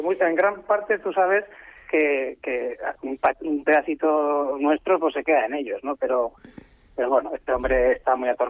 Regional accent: Bilbao, Basque Country, Spain; yo soy de Bilbao de toda la vida, nacido, criado, trabajo

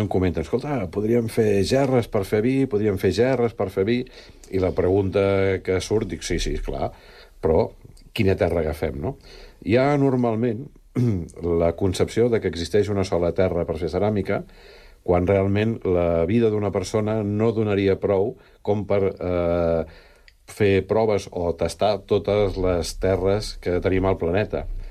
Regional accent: Catalonia, Spain; Soc fill del Penedès, la família estava vinculada al món del vi, l'avi era pagès, feia vi.

